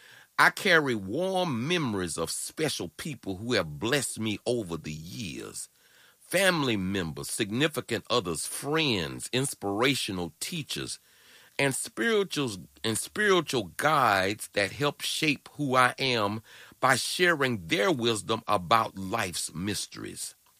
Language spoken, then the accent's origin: English; Prairie View, Texas, United States; when I was growing up in Prairie View, Texas.